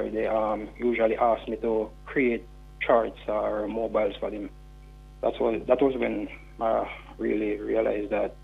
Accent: Malvern, Saint Elizabeth, Jamaica; Yeah, I'm from Malvern.

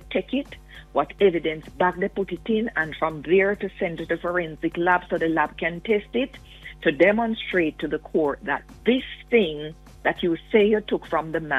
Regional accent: Westmoreland, Jamaica; When I was growing up in Westmoreland

